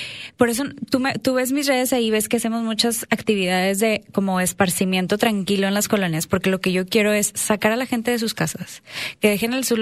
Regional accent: Salinas Victoria, Nuevo León, Mexico; moved away as an adult; now in Monterrey, Mexico; Yo nací aquí en Monterrey. Toda mi infancia viví en Salinas Victoria. La familia de mi papá es de Salinas, mi mamá de Monterrey. La convenció, se casó, se fue a vivir para allá y ahí crecí. En carrera me vine a vivir para acá

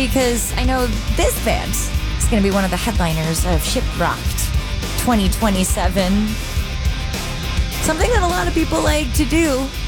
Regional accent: Florida, United States; I, to this day, have not. And I grew up in Florida

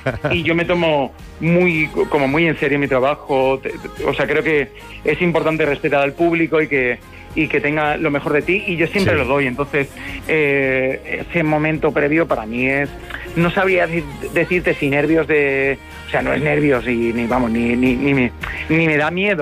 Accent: Valencia, Valencian Community, Spain; No, yo además me siento muy querido en toda la zona de Alicante, toda la zona de mi tierra de Valencia, me siento muy muy querido y muy arropado

